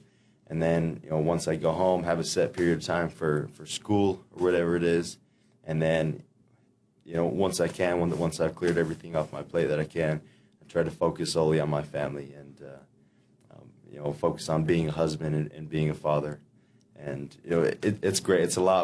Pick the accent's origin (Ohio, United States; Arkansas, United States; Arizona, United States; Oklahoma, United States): Arizona, United States; it felt like the right thing for me to do to go back to, to my hometown, go back, be able to play in Arizona around family and stuff like that.